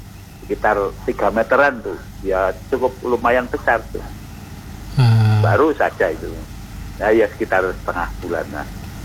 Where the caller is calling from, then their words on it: Central Java, Indonesia; Kali Yelo, sebelah timur. Kalau sebelah barat itu ya kira-kira berapa ya, setengah kilo itu Kali Progo, kejepit desa saya itu